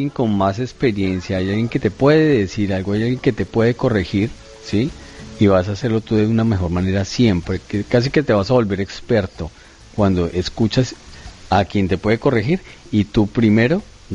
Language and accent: Spanish; Colombia; Yo tuve la oportunidad de prestar el servicio militar en Colombia, ajá, en mi país.